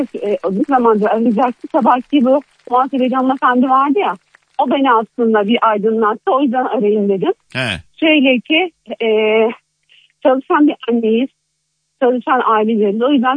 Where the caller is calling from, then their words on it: Istanbul, Turkey; Kartal'dan arıyorum.